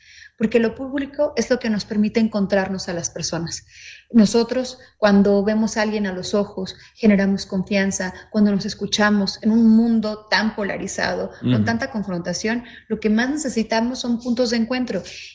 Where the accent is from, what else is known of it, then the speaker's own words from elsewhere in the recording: Guadalajara, Jalisco, Mexico; Yo soy una mujer que nació y creció en el oriente